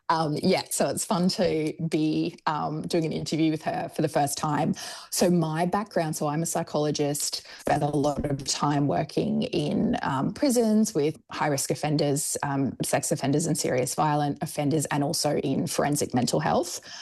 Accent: Brisbane, Queensland, Australia; now in Sunshine Coast, Australia; I grew up in Brisbane, but I live on the sunny coast now.

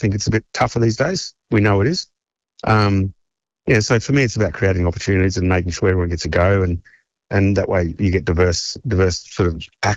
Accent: Brisbane, Queensland, Australia; Well, it's my hometown, for starters.

